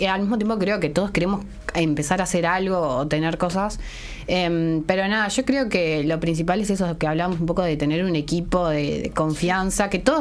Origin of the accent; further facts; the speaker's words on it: Uruguay; siendo uruguayos